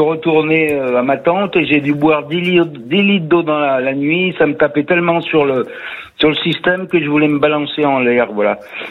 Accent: Grenoble, Auvergne-Rhône-Alpes, France; moved away as an adult; now in Lyon, France; Non mais je suis originaire de Grenoble mais je suis arrivé à Lyon après le service militaire pour travailler voilà.

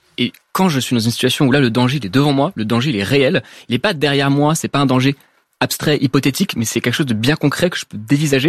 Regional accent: Paris, Île-de-France, France; Alors, j'ai grandi à Paris, donc du coup, bon, j'ai grandi autour des gratte-ciels, avec pour source d'inspiration ce que je voyais devant moi, donc les bâtiments haussmanniens, les grands gratte-ciels du 13e arrondissement.

